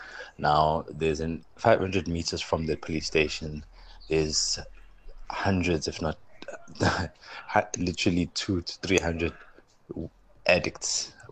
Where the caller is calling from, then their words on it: Durban, KwaZulu-Natal, South Africa; So I am from Durban